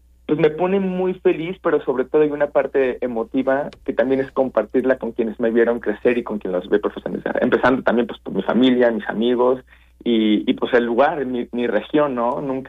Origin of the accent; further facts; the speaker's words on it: Guanajuato, Mexico; en Guanajuato, de donde yo soy originario.